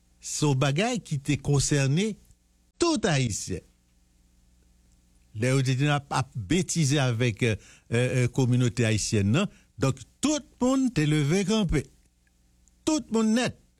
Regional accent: Haiti; Nous gagnons en tant qu'haïtien, en tant que natif natal.

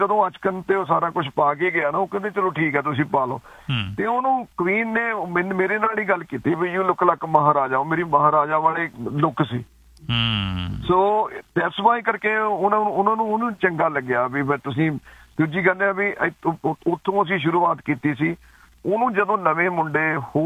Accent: Husainpur, Punjab, India; now in England, United Kingdom; ਅਸੀਂ ਨਕੋਦਰ ਦੇ ਨਾਲ, ਸਾਡਾ ਪਿੰਡ ਆ ਜੀ ਹੁਸੈਨਪੁਰ

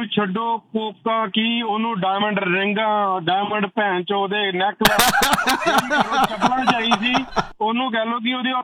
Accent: Punjab, India; ਮੈਂ ਗੁਰਦਾਸਪੁਰ ਜ਼ਿਲ੍ਹੇ ਤੋਂ ਬਿਲੋਂਗ ਕਰਦਾ ਜੀ

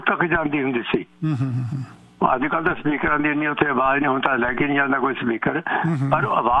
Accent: Mangli Uchi, Punjab, India; ਮੇਰਾ ਪਿੰਡ ਹੈਗਾ ਮੰਗਲੀ ਉੱਚੀ

